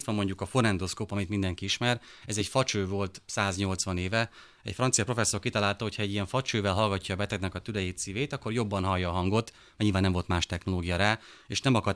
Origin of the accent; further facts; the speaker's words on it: Szabolcs-Szatmár-Bereg, Hungary; én Szabolcsi vagyok